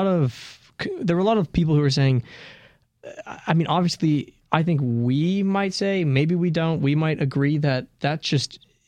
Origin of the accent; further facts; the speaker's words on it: Scotland, United Kingdom; I'm very Scottish, so I wouldn't mind that, but I have no ties to those countries.